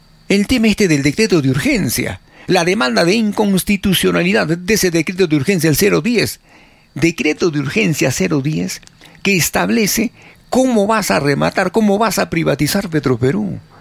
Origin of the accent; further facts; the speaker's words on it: Peru; nosotros como peruanos